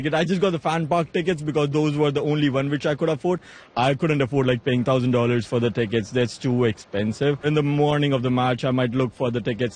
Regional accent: India; English is a second language; I'm from India. I'm here just visiting for the World Cup.

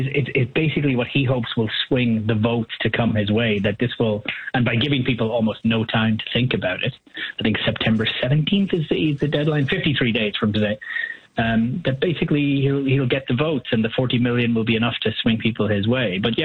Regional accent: Ireland; moved away; as originally an Irishman

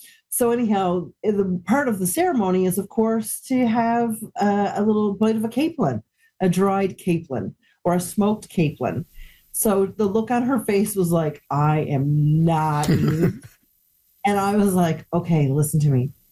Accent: Newfoundland and Labrador, Canada; born or raised there

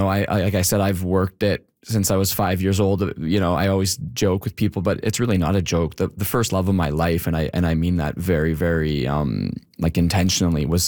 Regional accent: Vancouver, British Columbia, Canada; moved away; I'm from Vancouver originally

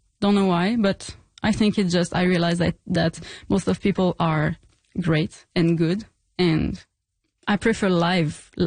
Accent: Gaspésie, Quebec, Canada; now in Montreal, Canada; I'm from Gaspésie, which is pretty far from Montreal, but I'm living in Montreal since like 10 years.

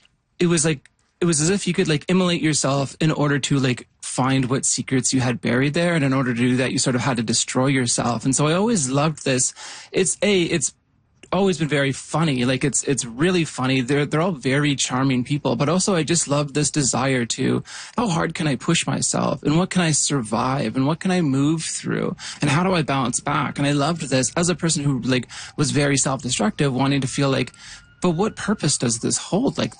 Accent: Yukon, Canada; I was a skate punk. I grew up in the Yukon.

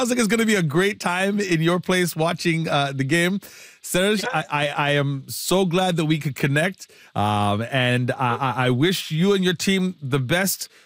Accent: Nigeria; moved away; I'm from Nigeria though.

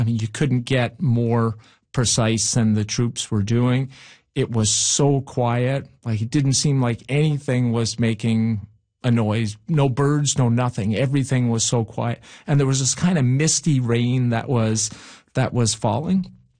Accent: Newfoundland and Labrador, Canada; And the chief of defense staff at the time knew I was from Newfoundland and had other obligations, for a whole bunch of other reasons.

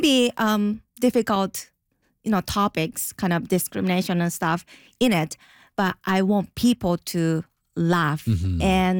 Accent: Japan; English is a second language

